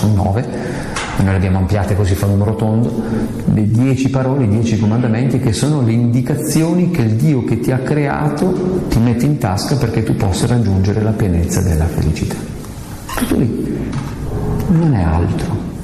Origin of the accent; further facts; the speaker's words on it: Aosta Valley, Italy; qualche giorno fa dalle mie parti, purtroppo io ero a Spoleto, si è celebrato il patrono di San Bernardo di Aosta.